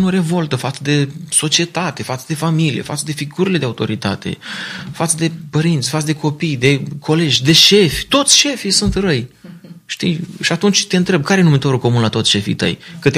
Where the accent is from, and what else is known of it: Romania